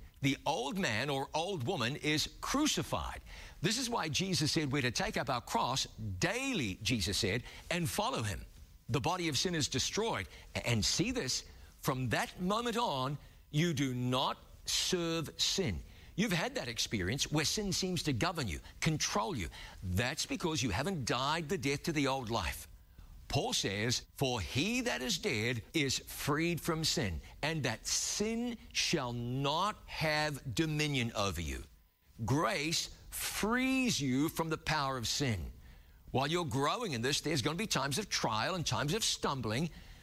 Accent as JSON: {"language": "English", "country": "New Zealand", "said": "About 800 years ago, the indigenous people of my home country arrived by canoe at a harbor on the west coast of New Zealand's North Island."}